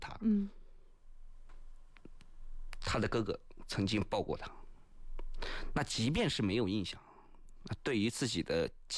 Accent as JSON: {"language": "Chinese", "country": "China", "said": "我们作为一个中国人不能忘记先烈，"}